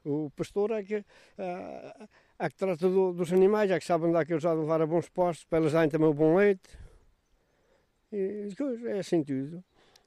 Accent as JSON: {"language": "Portuguese", "region": "Centro", "country": "Portugal", "tie": "born or raised there", "said": "não é por ser aqui a minha terra"}